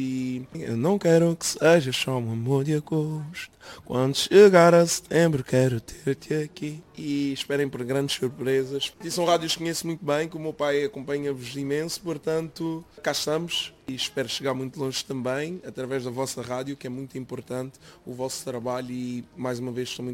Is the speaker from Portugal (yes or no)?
yes; Sintra, Lisbon, Portugal; Eu sou de Miracintra, que fica ali ao pé do Cacém, na linha de Sintra, que é muito conhecida, mas acima de tudo vim de um sítio onde existe muito talento. Os meus pais também são imigrantes